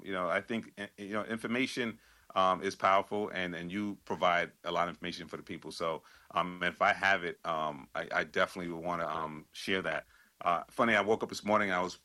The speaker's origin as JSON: {"language": "English", "region": "New York", "country": "United States", "tie": "born or raised there", "said": "we grew up in New York, we grew up on Link Up Radio"}